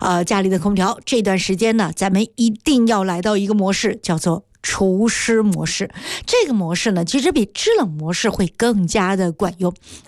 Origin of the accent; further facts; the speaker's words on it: Guangdong, China; 咱们广东人啊